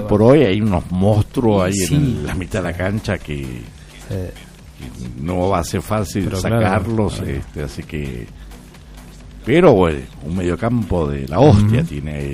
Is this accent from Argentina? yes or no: yes; Argentina; Nosotros como argentinos